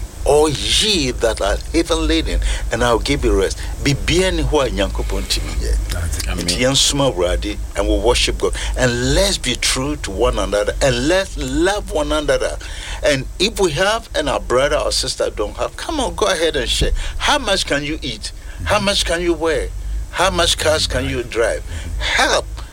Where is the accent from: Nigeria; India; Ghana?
Ghana; Yendi, Northern Region; also born or lived in Tamale; now in United States; I come from a very poor family. Even though my parents were shanties and I was raised up in Yendi and Tamale, but I served the Lord.